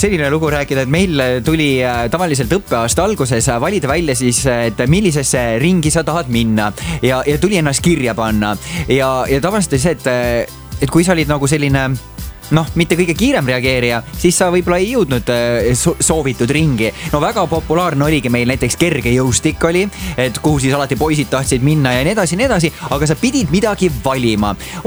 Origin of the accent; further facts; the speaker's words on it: Jüri, Harju County, Estonia; born there; now in Tartu, Estonia